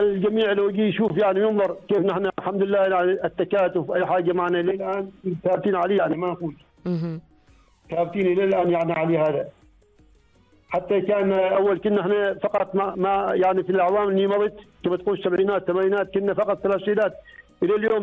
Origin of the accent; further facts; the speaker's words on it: Oman; في تاريخنا في بلدنا وفي قريتنا وفي سلطنة عمان